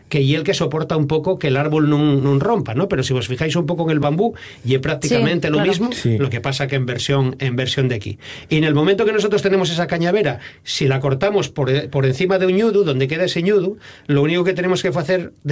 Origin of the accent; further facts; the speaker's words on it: Gijón, Asturias, Spain; sobre todo para los que somos del Natahoyo, de la Calzada, que siempre andamos con navalla en bolso.